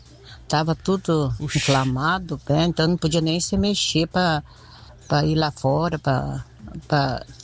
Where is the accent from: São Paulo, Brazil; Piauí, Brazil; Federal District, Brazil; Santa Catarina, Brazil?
Santa Catarina, Brazil; Navegantes; born there; also born or lived in Capinzal; Eu sempre nasci em Capinzal, mas depois, um ano e pouco, vim para Navegantes.